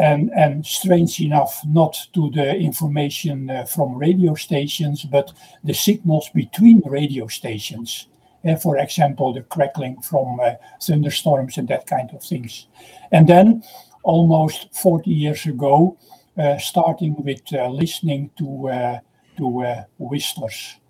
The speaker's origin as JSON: {"language": "English", "country": "Netherlands", "tie": "born or raised there", "second_language": "English", "moved": "as an adult", "lives_now": "Lofoten Islands, Norway", "said": "And I am original from Holland, growing up and born in the Netherlands. But I live the last almost 20 years now on the Lofoten Islands."}